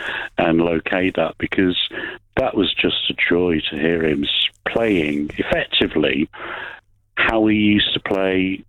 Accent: United Kingdom; Well, my pride in my life for Britain, for being British, is where my dad was in the SBS, the Special Boat Squadron.

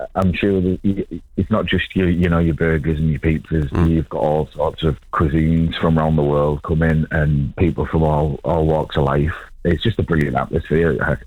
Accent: Stockton-on-Tees, North East England, United Kingdom; I'm from Stockton.

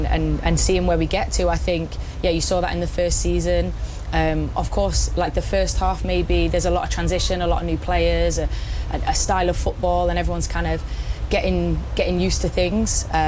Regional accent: England, United Kingdom; moved away; Obviously, I'm English

